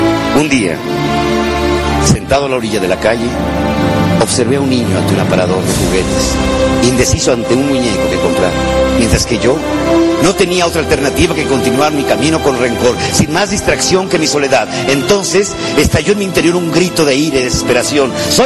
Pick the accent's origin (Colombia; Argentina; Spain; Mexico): Mexico; Yo no soy de México, yo soy México.